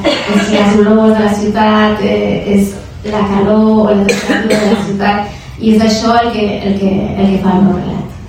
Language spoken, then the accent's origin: Catalan; Barcelona, Catalonia, Spain; Jo soc de Nou Barris, que sea de l'Extraradio